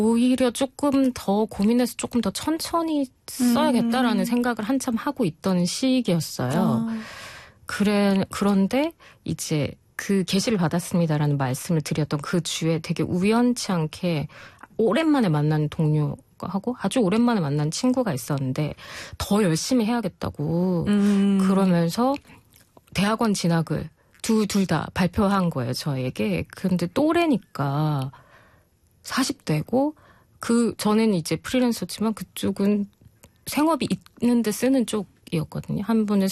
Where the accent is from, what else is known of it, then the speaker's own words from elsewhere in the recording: Gunsan, North Jeolla, South Korea; moved away as an adult; now in Seoul, South Korea; 서울에서 태어났고 지금은 이제 제가 40대가 되면서 서울에서 산 시간이 가장 길지만, 딱 유치원부터 그 고3까지 유년기는 전체를 아빠 직장 때문에 전라북도 군산이라는 소도시에서 지냈어요.